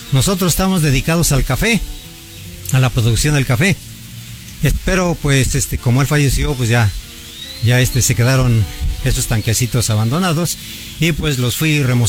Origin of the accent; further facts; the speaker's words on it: San Bartolo Tututepec, Oaxaca, Mexico; Exactamente, somos originarios de aquí de San Bartolo Tututepec. Somos nacidos aquí en la colonia industrial